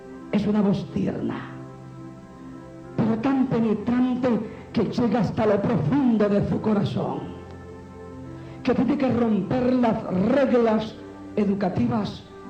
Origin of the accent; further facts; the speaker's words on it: San Agustín, Usulután, El Salvador; Soy de la República del Salvador, del departamento de Usulután. Nací en un pequeño pueblo llamado San Agustín, bajo el seno de una familia muy católico romana.